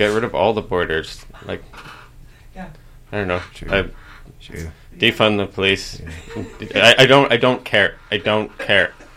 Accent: Alberta, Canada; accent: twang; moved away; No, I grew up in Alberta.

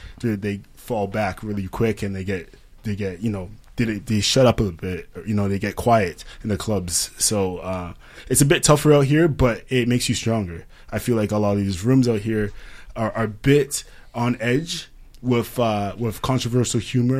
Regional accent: England, United Kingdom; born there; My place of birth. I was born in England.

